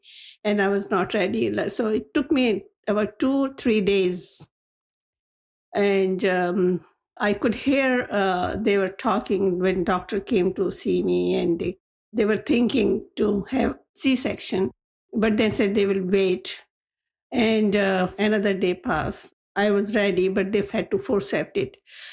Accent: Pakistan; English is a second language; moved away as an adult; now in Vancouver, Canada; I came from Pakistan, and back home, when I see it, it was completely different. My first experience was very difficult. My first child in 1968 in Canada, in Vancouver.

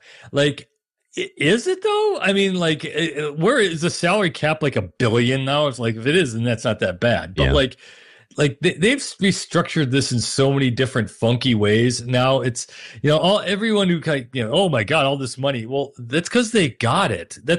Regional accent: Minnesota, United States; I grew up in Minnesota

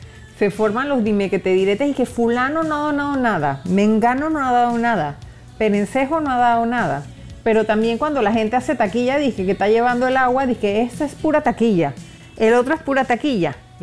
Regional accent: Panama; Somos todos panameños

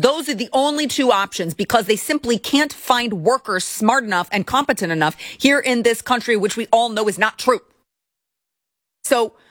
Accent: United States; I'm an American. I was born here. I was raised here. I will die here and I will always be more American than you.

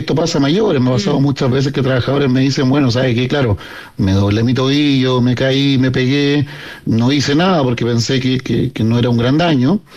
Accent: Punta Arenas, Magallanes, Chile; Yo soy de Punta Arenas.

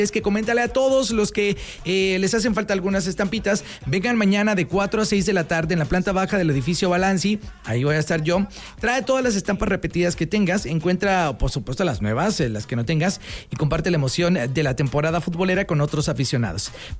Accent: Mexico; Nosotros nacimos con una bendición y nacimos con una estrella porque nacimos en México.

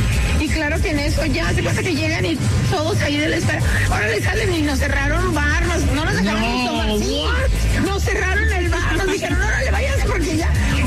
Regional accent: Chihuahua, Mexico

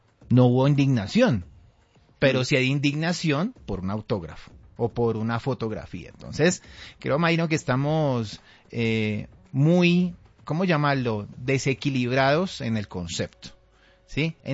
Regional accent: Colombia

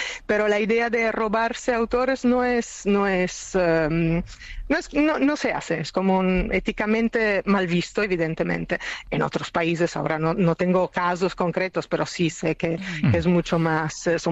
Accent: Italy; Spanish is a second language; Mira, hay algo que me gusta mucho de España, y yo soy italiana, pero como agente siempre he trabajado en España

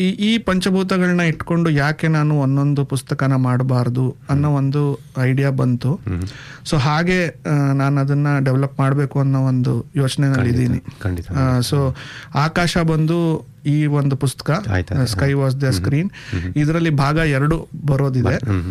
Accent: Tumakuru, Karnataka, India; also born or lived in Bengaluru; ನಾನು ಮೂಲತಃ ಬೆಂಗಳೂರಲ್ಲಿ ಹುಟ್ಟಿದ್ದು, ಆಮೇಲೆ ನನ್ನ ಓದು ಮತ್ತು ನನ್ನ ಬೆಳವಣಿಗೆ ಎಲ್ಲ ತುಮಕೂರಲ್ಲಿ ನಡೀತು.

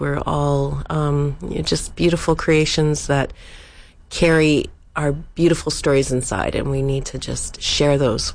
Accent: Calgary, Alberta, Canada; my growing up in Calgary, being in the city, being my family is Cree. My mom comes from Maple Creek, Saskatchewan. She moved to Calgary in the 60s. So I kind of grew up a lone wolf

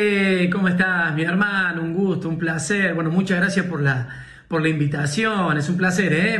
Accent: Oncativo, Córdoba, Argentina; voy a elegir la primera canción que escuché desde que recuerdo de mi infancia, porque allá en Oncativo siempre me encantaba escuchar música.

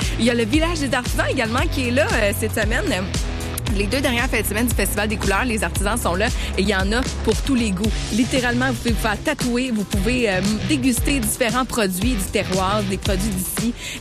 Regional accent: Saint-Côme, Quebec, Canada; Je viens du côté de Saint-Côme.

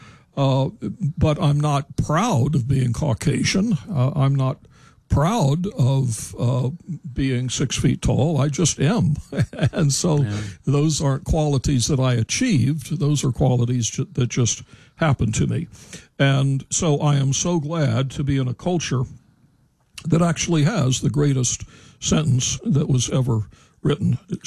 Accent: United States; I would say I kind of think of myself as American as you get.

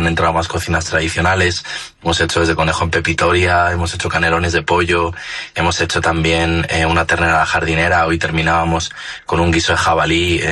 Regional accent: Navalacruz, Castile and León, Spain

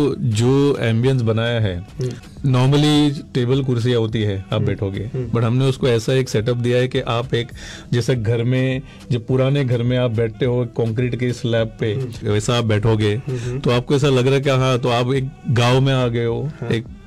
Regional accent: Mumbai, Maharashtra, India; मैं मुंबई से आता हूँ

